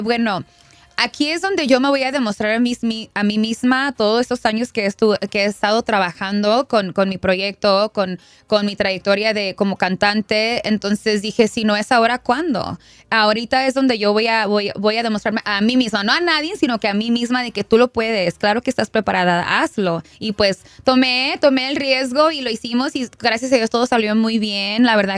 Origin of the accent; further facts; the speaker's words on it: California, United States; born there; yo soy nacida aquí en California. Mis padres son mexicanos